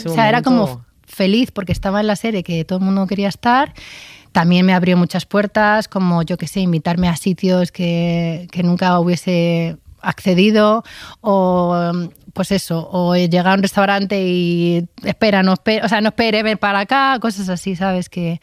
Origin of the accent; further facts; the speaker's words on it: Spain; somos españoles todos. Somos españoles